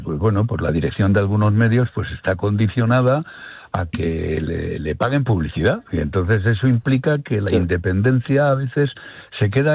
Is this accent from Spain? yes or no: yes; Spain